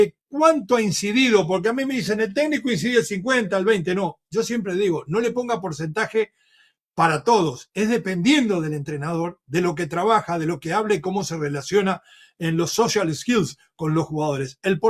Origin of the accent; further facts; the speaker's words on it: Uruguay; Y por más que mi padre tenga ascendencia gallega y mi madre es muy cerquita de Nápoles, yo soy sudamericano y principalmente soy rioplatense. Soy el más rioplatense de los uruguayos